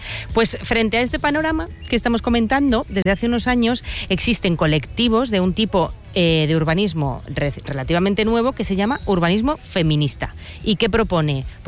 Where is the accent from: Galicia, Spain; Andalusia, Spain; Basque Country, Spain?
Galicia, Spain; como no sé si he comentado alguna vez, yo soy gallega.